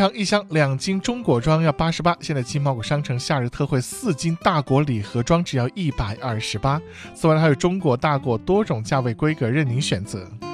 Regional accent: Xinjiang, China; moved away; 我的家乡新疆

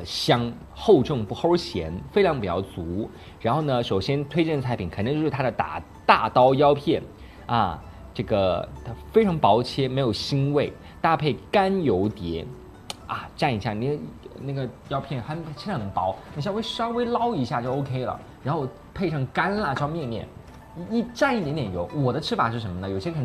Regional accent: Sichuan, China; accent: Sichuanese; moved away; 我们四川话怎么讲

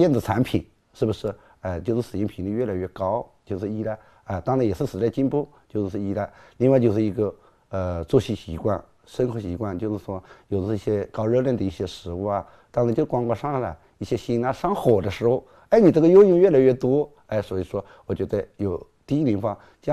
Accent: Hunan, China

